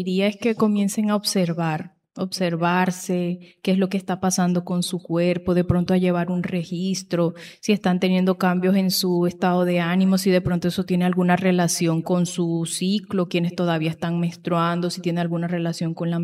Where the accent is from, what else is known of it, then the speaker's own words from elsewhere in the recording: San Juan del Cesar, Cesar, Colombia; traer este mensaje a San Juan, a mi tierra